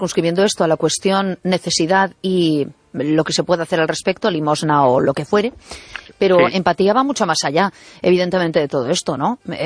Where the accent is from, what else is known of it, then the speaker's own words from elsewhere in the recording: A Coruña, Galicia, Spain; Soy de Coruña, pero sí, vivo en estos momentos.